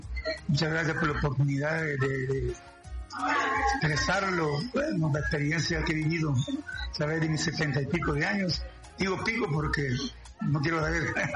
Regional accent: Santa Ana, El Salvador; Allá en Santana, yo soy de Santana, nací un 9 de julio de un lejano 1954.

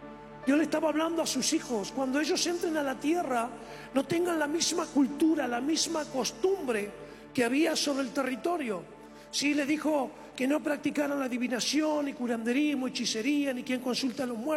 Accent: Centenario, Neuquén, Argentina; yo soy nacido en Centenario, allí en Neuquén, provincia de Neuquén.

